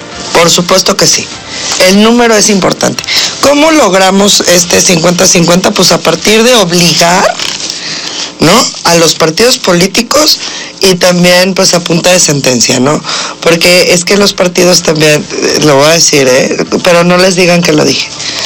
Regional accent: Puebla, Mexico

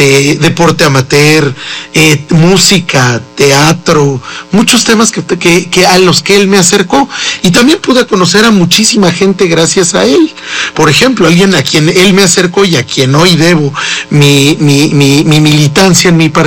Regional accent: Puebla, Mexico; Somos auténticamente poblanos. Aquí nacimos, aquí nos criamos, aquí estamos criando a nuestros hijos, mi hermana, yo, mi tía

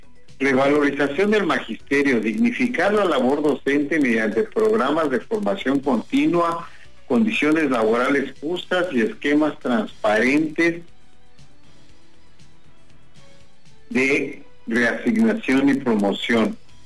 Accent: Mexico; Señores, todos somos mexicanos y todos tenemos las mismas oportunidades.

